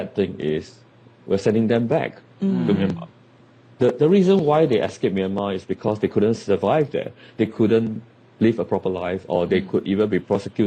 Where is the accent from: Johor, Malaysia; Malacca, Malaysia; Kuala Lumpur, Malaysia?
Johor, Malaysia; including Johor, my hometown, is having unhealthy reading as well.